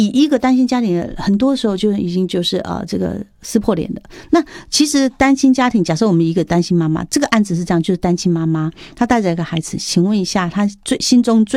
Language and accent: Chinese; Taiwan; 现在的这个保险契约越来越弹性了，也就是说，我们台湾人哦，我不敢说那个真的是很大的钱哈。